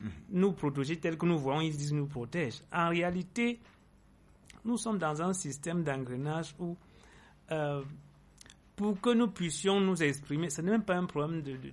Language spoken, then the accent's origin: French; Yaoundé, Centre, Cameroon; ma commune, celle de Yaoundé 4e